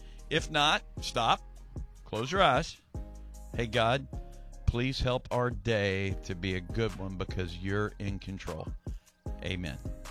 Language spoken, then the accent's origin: English; Louisville, Kentucky, United States; moved away; I grew up in Louisville, Kentucky. That's where I was born.